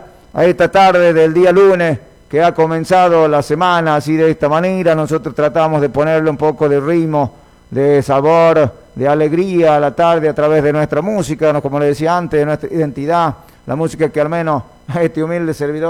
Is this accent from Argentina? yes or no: yes; Pluma de Pato, Salta, Argentina; esto fue el vivo de … humilde servidor de los pagos de mi querido Pluma del Pato, allá a la vera de la Ruta 81.